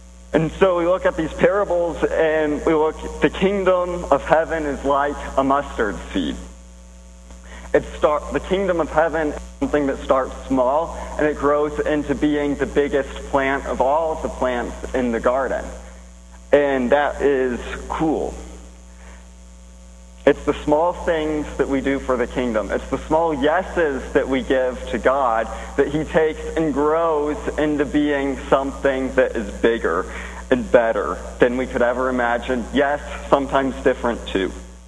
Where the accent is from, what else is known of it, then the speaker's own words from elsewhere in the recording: Plano, Texas, United States; I come from Plano, Texas, which is a suburb of Dallas. So, you know, it's basically the same as around here